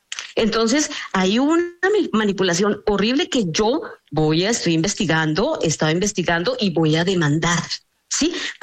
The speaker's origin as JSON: {"language": "Spanish", "country": "Colombia", "moved": "yes", "said": "yo no soy una persona que tenía una actividad política en Colombia, porque salí hace 40 años de Colombia"}